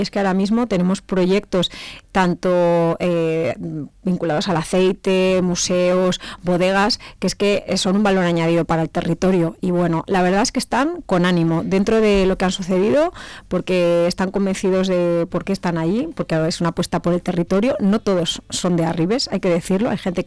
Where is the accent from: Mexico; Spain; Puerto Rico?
Spain; Toro, Castile and León; Yo soy de Toro